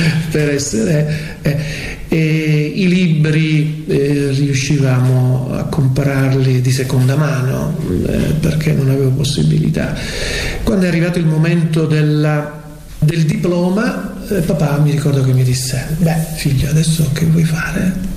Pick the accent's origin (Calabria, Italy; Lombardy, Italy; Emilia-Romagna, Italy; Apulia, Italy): Calabria, Italy; Isola di Capo Rizzuto; born there; now in Matera, Italy; Io sono di origine calabrese, sono nato a Isola di Capo Rizzuto, allora era provincia di Catanzaro, poi con la revisione che ci fu delle nuove province fu fatta provincia anche Crotone